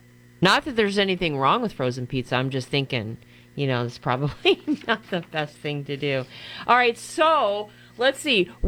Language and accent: English; Chicago, Illinois, United States; I grew up in Chicago, so it was always like deep dish or tavern style.